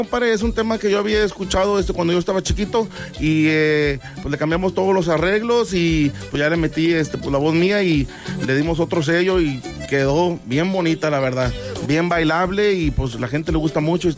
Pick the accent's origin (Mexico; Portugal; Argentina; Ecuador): Mexico; Los Herreras, Nuevo León; Soy de Los Herreros, Nuevo León, compadre.